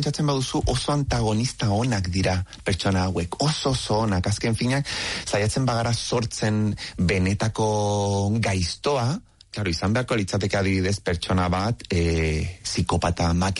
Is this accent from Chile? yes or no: yes; Chile; Ni txiletarra naiz, bai, eta nire kuadriako lagunekin, karo, txikitatik, hori, humor iluna ba, maite dut.